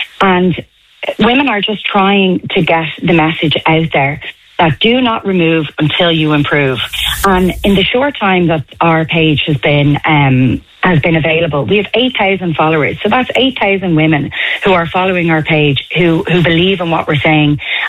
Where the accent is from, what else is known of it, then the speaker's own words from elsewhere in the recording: Ireland; You know, as an Irish woman, we've battled for choice for long enough.